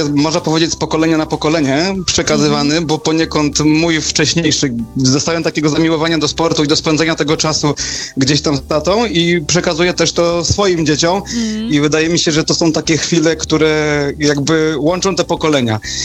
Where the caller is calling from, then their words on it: Kraków, Lesser Poland, Poland; jesteśmy z Krakowa